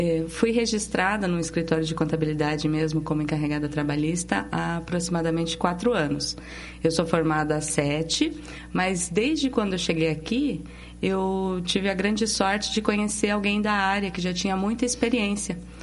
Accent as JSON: {"language": "Portuguese", "town": "Paranaguá", "region": "Paraná", "country": "Brazil", "tie": "born there", "moved": "as an adult", "lives_now": "Curitiba, Brazil", "said": "Eu sou de Paranaguá, já estou aqui em Curitiba fazem 12 anos"}